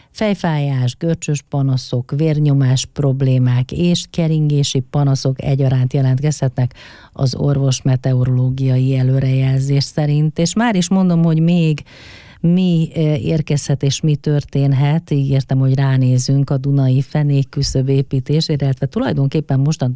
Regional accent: Paks, Tolna, Hungary; paksiként, illetve a Duna két oldalán élőként

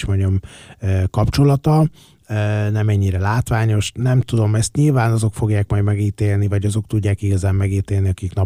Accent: Hungary; magyarok vagyunk, nem?

